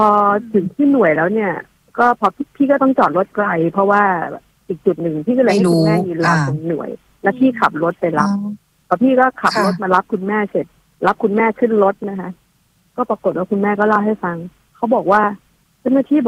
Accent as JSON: {"language": "Thai", "region": "Bangkok", "country": "Thailand", "said": "เราเป็นคนเมืองอ่ะคนเมืองกรุงนะคะ"}